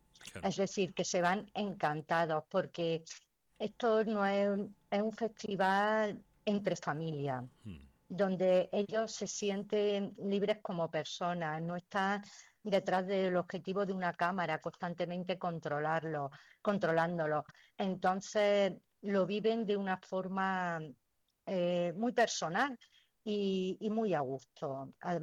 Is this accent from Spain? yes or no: yes; Andalusia, Spain; somos un pueblo de Andalucía